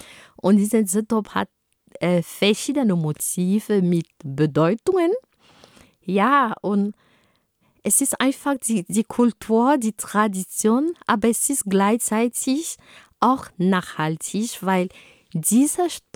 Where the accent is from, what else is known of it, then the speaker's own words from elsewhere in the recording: Cameroon; German is a second language; Und wo ich herkomme, in Kamerun, da haben wir eine besondere Art und Weise, uns anzuziehen.